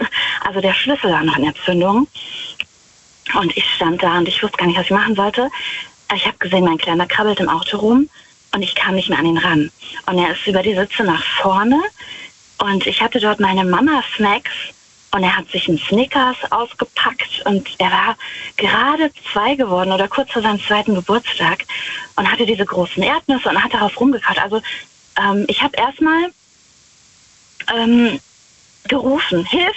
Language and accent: German; Rhineland-Palatinate, Germany; Ich bin aus der Nähe von Wittlich.